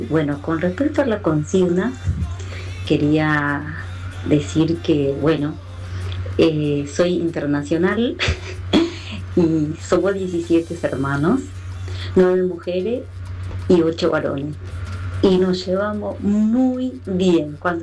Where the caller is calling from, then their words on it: Villa Ballester, Buenos Aires Province, Argentina; de Villa Ballester.